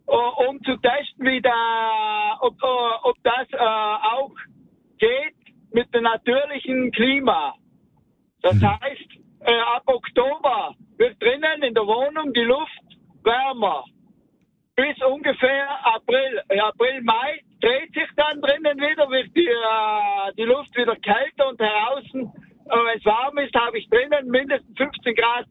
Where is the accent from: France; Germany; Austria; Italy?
Italy; South Tyrol; bei uns in Südtirol, ich bin selber beim Weißen Kreuz als Freiwilliger unterwegs